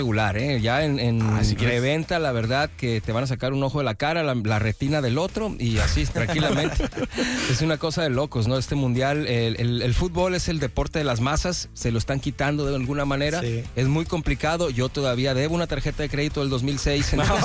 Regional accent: Sinaloa, Mexico; soy de Sinaloa

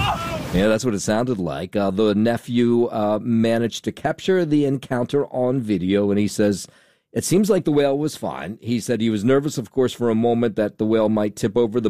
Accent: Jersey City, New Jersey, United States; Jersey City is my hometown. It's where I live.

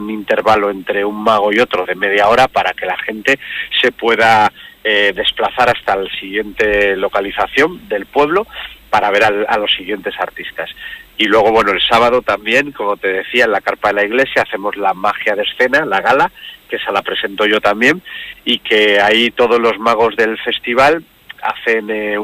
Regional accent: Polanco, Cantabria, Spain; Polanco, que es mi pueblo

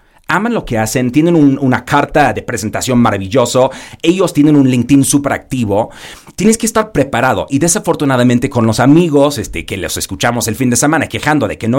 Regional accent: London, United Kingdom; Spanish is a second language; now in Mexico City, Mexico; Yo soy de Londres, perdón este acento. Ya mexicano de corazón, Marta. Sí, mis hijos mexicanos, varios años aquí.

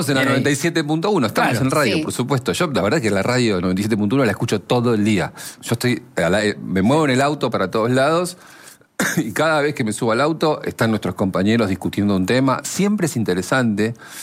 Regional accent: Burzaco, Buenos Aires Province, Argentina; pero si somos de Bursaco, somos primos, porque ahí nos conocemos todos.

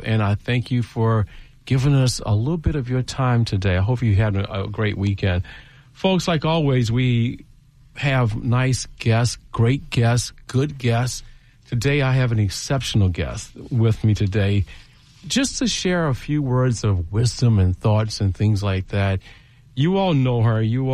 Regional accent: Baton Rouge, Louisiana, United States; I grew up in Baton Rouge, and I went to Southern, took classes at LSU also.

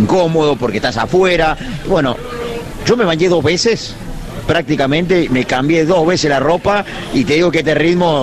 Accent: Argentina; Hello, we are from Argentina, somos de Argentina. We are from Argentina.

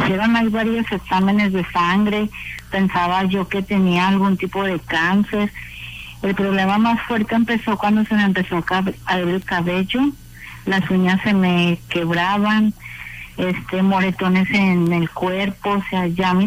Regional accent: Ciudad Guzmán, Jalisco, Mexico; now in Los Angeles, United States; Yo soy originaria de Ciudad Guzmán

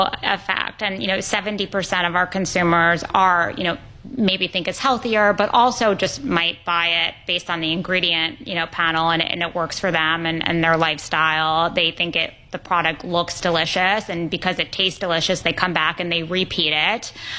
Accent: New York City, New York, United States; I grew up in New York City. My family owned restaurants

